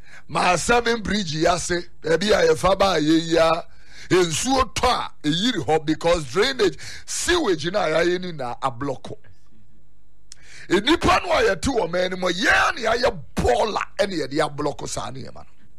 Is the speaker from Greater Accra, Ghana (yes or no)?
yes; Accra, Greater Accra, Ghana; born there; I was born in Accra, so I see myself more as a girl than a kwewu person.